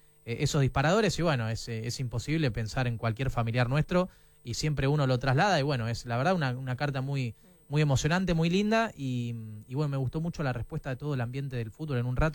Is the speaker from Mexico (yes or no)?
no; Argentina; por nosotros como argentinos